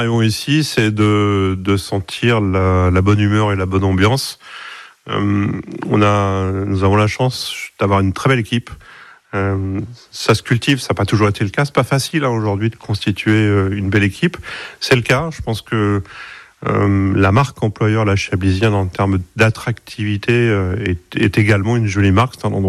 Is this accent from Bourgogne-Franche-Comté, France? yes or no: yes; Épineuil, Bourgogne-Franche-Comté, France; moved away as an adult; Tout d'abord, je suis originaire de la région. Moi, j'ai grandi dans le Tonnerrois, à Épineuil. Donc, c'est une région que je connaissais bien depuis ma plus tendre enfance.